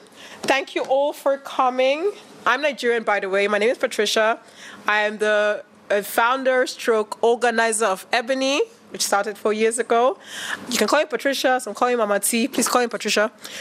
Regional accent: Vienna, Austria; Ich bin gebürtige Wienerin, ich bin in Wien geboren.

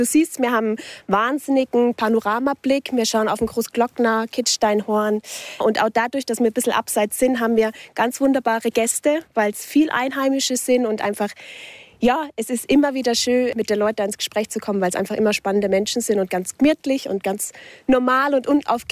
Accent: Würzburg, Bavaria, Germany; Ganz woanders. Im Norden, Nordbayern, also Deutschland und aus Würzburg.

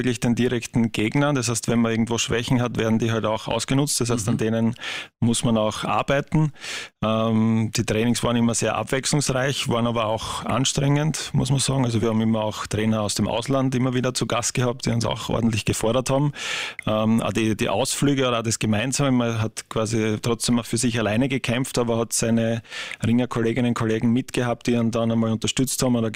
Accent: Mörbisch am See, Burgenland, Austria; moved away as an adult; now in Pinkafeld, Austria; Also ich bin eben in Mörbisch aufgewachsen, groß geworden

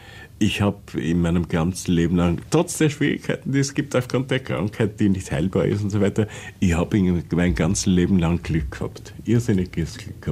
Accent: Vienna, Austria; Ich bin halt einmal Österreicher, ich bin ein Wiener

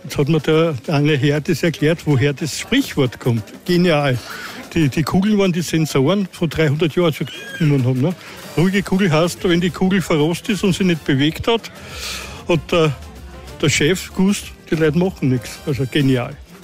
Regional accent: Rosenau am Hengstpass, Upper Austria, Austria; ich komme aus der Rosenau am Hengspass.

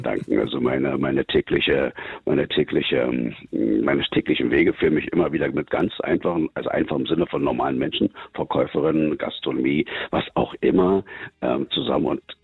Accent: Berlin, Germany; now in Austria; aus Berlin bin ich.

